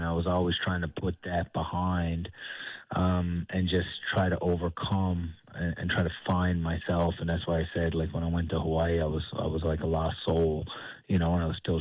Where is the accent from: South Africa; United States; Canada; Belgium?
Canada; Newfoundland and Labrador; it came from growing up in Newfoundland, and, you know, you're from a real small town where you trust everybody around you.